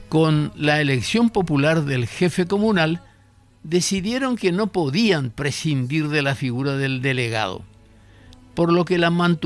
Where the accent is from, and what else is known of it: Paraguay